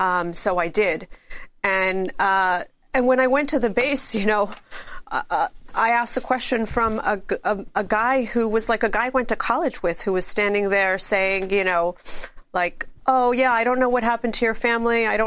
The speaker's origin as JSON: {"language": "English", "town": "New York City", "region": "New York", "country": "United States", "said": "And, you know, as a New Yorker, the shock and the horror and all of that and the thoughts about what would happen to us, knowing that it probably was Osama bin Laden."}